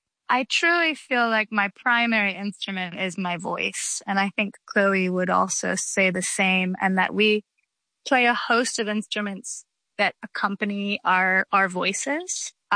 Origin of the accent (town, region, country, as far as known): Georgia, United States; born or raised there